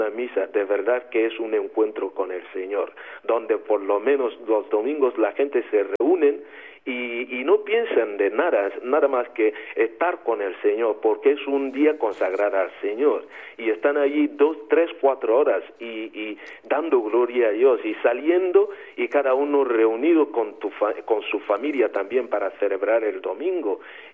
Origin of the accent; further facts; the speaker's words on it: Nigeria; first language Igbo; Spanish is a second language; moved away; siendo un nigeriano